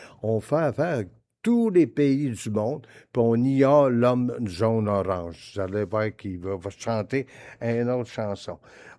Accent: Canada; On est Canadien, puis on va tenir notre bout.

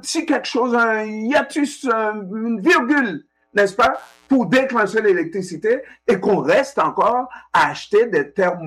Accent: Haiti; Mais quand nous sommes à la radio, nous sommes des Haïtiens de surcroît, on se doit de donner cette mission-là

